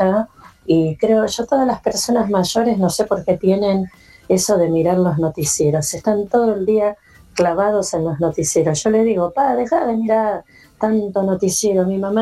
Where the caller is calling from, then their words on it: González Catán, Buenos Aires Province, Argentina; Hola, buen día Radio Latina … de González Catán.